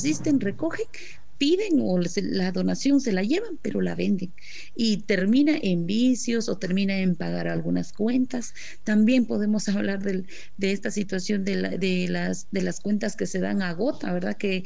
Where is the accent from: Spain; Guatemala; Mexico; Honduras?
Guatemala; para que nosotros como pueblos indígenas, para que nosotros como guatemaltecos no podamos avanzar